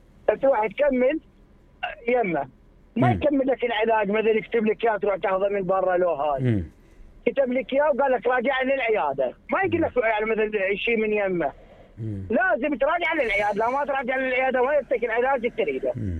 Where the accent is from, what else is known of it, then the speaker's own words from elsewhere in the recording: Karbala, Karbala Governorate, Iraq; من كربلاء.